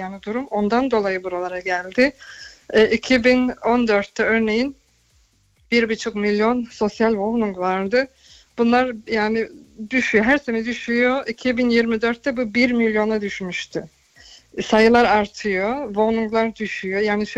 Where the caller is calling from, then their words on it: Magdeburg, Saxony-Anhalt, Germany; Magdeburg'dan arıyorum.